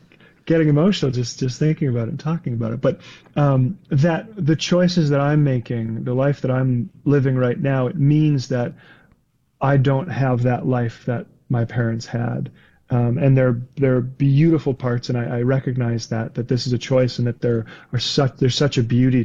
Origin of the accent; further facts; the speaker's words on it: Winnipeg, Manitoba, Canada; moved away; I had spent the pandemic years back home in Winnipeg, living in the West End